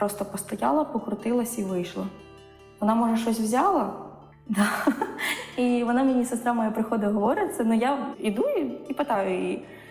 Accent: Liubashivka, Odesa Oblast, Ukraine; Взагалі, я народилася в селищі Любашівка. Я росла в багатодітній родині, а нас семеро мами. У нас була така більш проста родина, ну, консервативна.

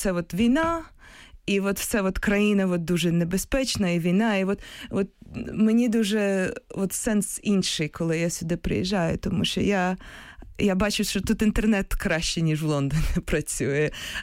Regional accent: Kyiv, Ukraine; Я сама з Києва, тому я тут зупиняюся.

